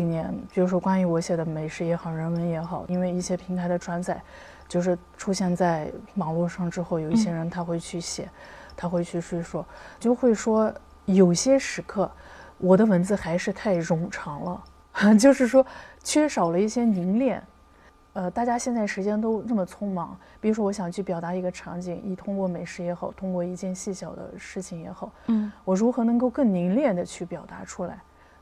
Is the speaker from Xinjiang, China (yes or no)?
yes; Ili, Xinjiang, China; born there; moved away; 我就从城南走到了城北，我出生的地方，我发现那里变化很大。就是我们以前房子面前是土路，没有那个路标什么的，这次我去发现那一片就是完全的就是一马平川